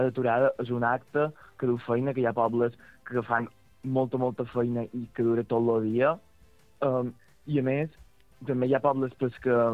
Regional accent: Sa Pobla, Balearic Islands, Spain; Nosaltres, per exemple, ja som de Sa Pobla i l'arribada a Sa Pobla va ser molt, molt xula

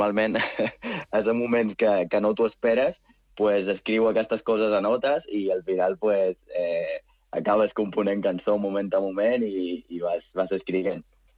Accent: Jesús, Balearic Islands, Spain; Jo soc de Jesús.

